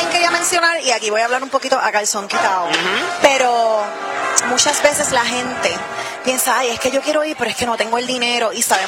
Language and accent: Spanish; Puerto Rico; los puertorriqueños y las puertorriqueñas tenemos la capacidad y hemos tenido la capacidad por muchos años de ser resilientes y de preservar lo que nos identifica como puertorriqueños y puertorriqueñas.